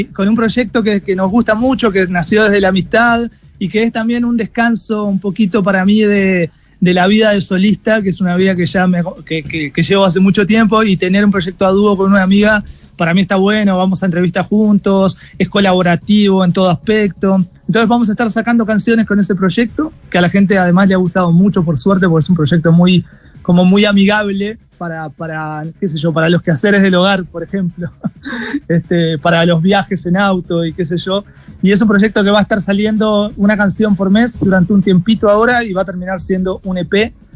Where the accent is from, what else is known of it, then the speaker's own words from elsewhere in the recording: Uruguay; moved away; me invitó a mí con 20 años, siendo uruguayo